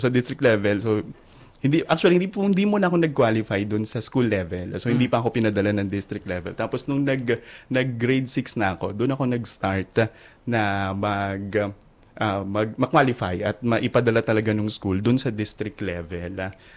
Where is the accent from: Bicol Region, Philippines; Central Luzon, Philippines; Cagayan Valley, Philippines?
Central Luzon, Philippines; San Jose del Monte; ako ay from San Jose del Monte, Bulacan.